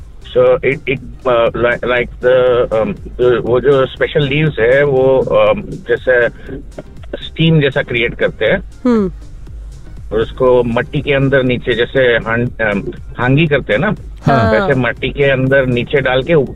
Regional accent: Gujarat, India; तो मैं गुजरात से हूँ

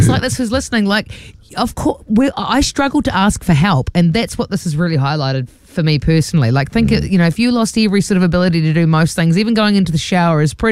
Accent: Dargaville, Northland, New Zealand; I'm from Dargaville.

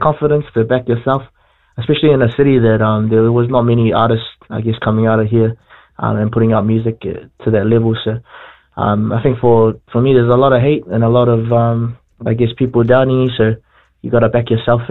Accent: Wellington, New Zealand; 23 years old, and live down in, born and raised in Welly Deep, Tongan and Kitty. Of us descent

